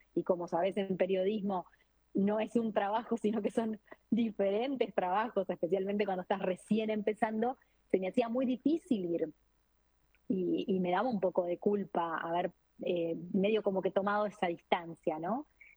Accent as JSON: {"language": "Spanish", "region": "Montevideo", "country": "Uruguay", "said": "Yo soy de Montevideo."}